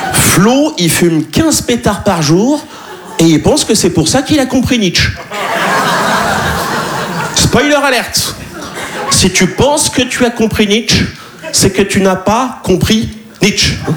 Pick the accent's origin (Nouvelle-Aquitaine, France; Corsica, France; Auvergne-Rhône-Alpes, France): Nouvelle-Aquitaine, France; Ben, je viens de la campagne que tu sais pas placer sur une carte. Hein, moi, je suis originaire de Charente.